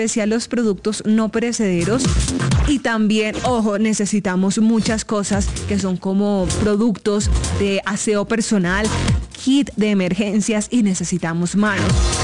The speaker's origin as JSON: {"language": "Spanish", "country": "Colombia"}